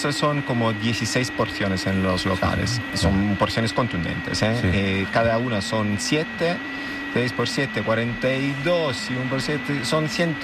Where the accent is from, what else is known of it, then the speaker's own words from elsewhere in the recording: Naples, Campania, Italy; Spanish is a second language; Ah, pero bueno, yo que soy, por ejemplo, de Nápoles, no comía carbonara jamás.